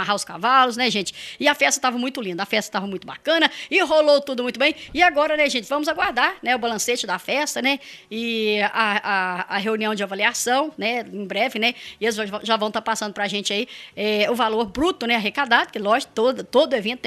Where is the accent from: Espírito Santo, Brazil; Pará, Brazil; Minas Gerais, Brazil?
Minas Gerais, Brazil; Carmo do Cajuru; Eu falei, não, sou de Cajuru.